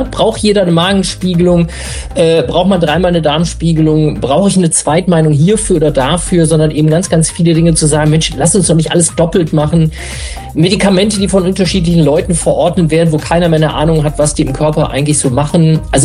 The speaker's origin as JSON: {"language": "German", "town": "Mülheim an der Ruhr", "region": "North Rhine-Westphalia", "country": "Germany", "tie": "born there", "moved": "yes", "lives_now": "Berlin, Germany", "said": "Ich komme aus Mülheim an der Ruhr, da bin ich tatsächlich mal geboren. Da komme ich her, aber da bin ich natürlich schon lange nicht mehr. Sondern ich bin tatsächlich, wie ihr schon gesagt habt, ich bin in Berlin"}